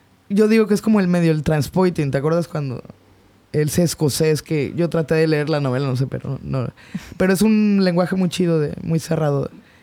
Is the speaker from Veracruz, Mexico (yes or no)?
yes; Veracruz, Mexico; Yo soy de Veracruz, de la costa, que es el corazón del Golfo de México, que es el primer puerto de México y tiene esta mixtura o esta triple raíz que es la afro, la indígena y la española.